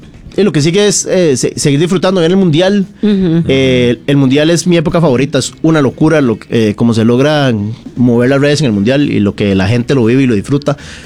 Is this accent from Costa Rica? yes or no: yes; Costa Rica; Con el sombrero yo soy tico.